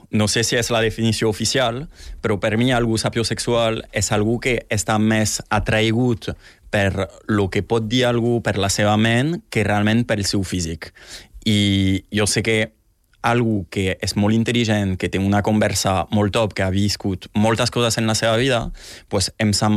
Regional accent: Occitania, France; now in Barcelona, Spain; Vaig venir a Barcelona, mira, per un tema d'estudi, i perquè era la ciutat més gran al costat de Perpinyà.

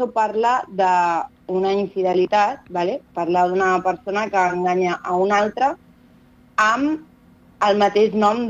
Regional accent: Terrassa, Catalonia, Spain; sóc de Terrassa i sóc cantant i artista emergent.

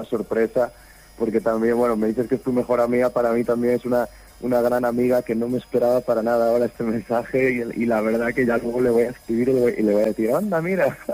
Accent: Galicia, Spain; Galicia, evidentemente estará en el mapa, que es mi tierra.

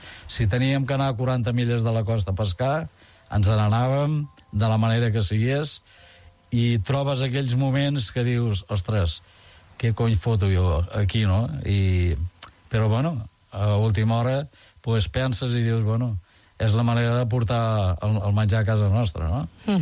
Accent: Tarragona, Catalonia, Spain; I tinc molt d'arraigo i molt de peu... Sobretot al meu barri, on vaig néixer, però també a la part alta

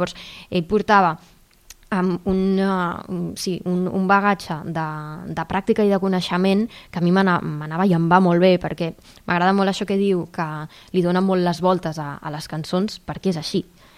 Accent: Caldes, Catalonia, Spain; born there; Jo vaig estudiar aquí el Tot Música d'aquí, de Caldes.

